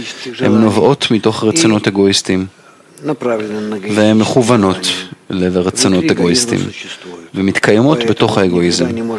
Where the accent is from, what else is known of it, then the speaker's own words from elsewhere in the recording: Bulgaria; אני מגיעה מבולגריה.